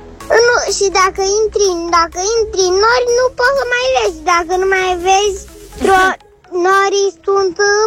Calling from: Bucharest, Romania; din București, am 5 ani

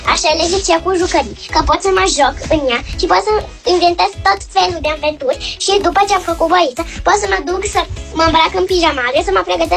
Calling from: Sibiu, Sibiu County, Romania; din Sibiu, am 5 ani jumate

